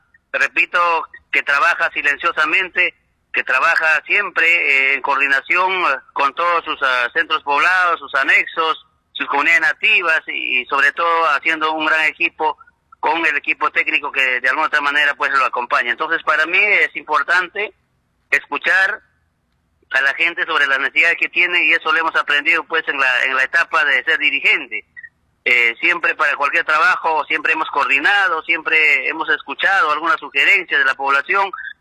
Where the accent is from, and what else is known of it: Pichanaki, Junín, Peru